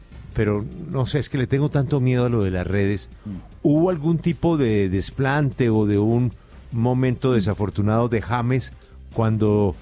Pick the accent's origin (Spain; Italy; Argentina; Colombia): Colombia; Santa Fe; No, tranquilo, yo soy de Santa Fe, no se preocupe.